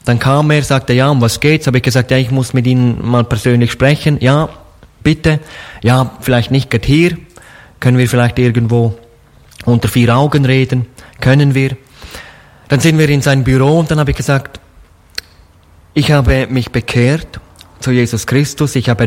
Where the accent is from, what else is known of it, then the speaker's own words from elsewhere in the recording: Graubünden, Switzerland; Da, wo ich aufgewachsen bin, entspringt der Rhein, der dann auch durch Deutschland fließt.